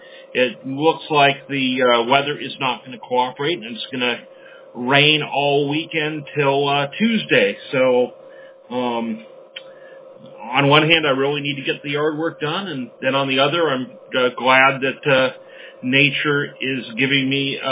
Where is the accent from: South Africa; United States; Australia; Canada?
United States; Pensacola, Florida; I'm from Pensacola, Florida.